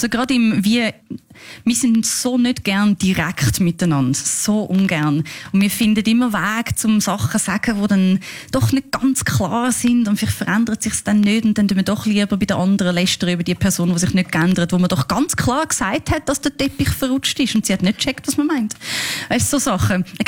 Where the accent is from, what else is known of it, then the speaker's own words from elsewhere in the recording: Switzerland; Aber ich habe schon das Gefühl, ich bin da in der Schweiz aufgewachsen. Ich habe die Ansprüche, die man hat, wenn man in der Schweiz aufwächst.